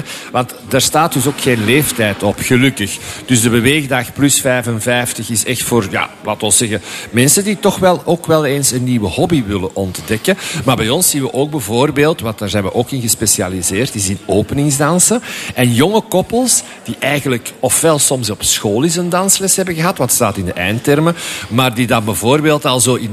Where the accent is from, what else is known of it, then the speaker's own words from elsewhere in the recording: Flanders, Belgium; Ik kom zelf oorspronkelijk uit de Kempen, ook al is de dansstudio in Antwerpen.